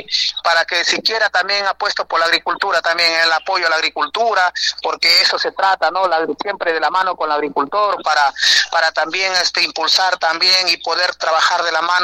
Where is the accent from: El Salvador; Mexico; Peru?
Peru; Jayanca, Lambayeque; en mi pueblo de Jayanca